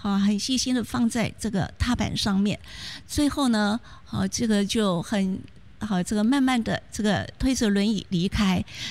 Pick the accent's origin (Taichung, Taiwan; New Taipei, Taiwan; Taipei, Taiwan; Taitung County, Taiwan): Taichung, Taiwan; 大家早安，大家好。我来自台中中西二和气，